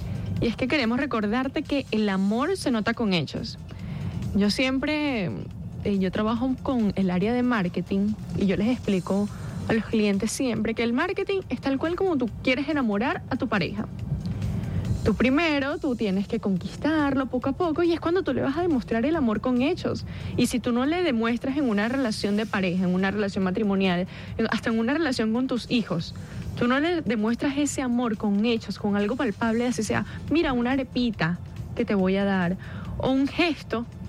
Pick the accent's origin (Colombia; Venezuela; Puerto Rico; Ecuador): Venezuela; todos los venezolanos, sin importar el credo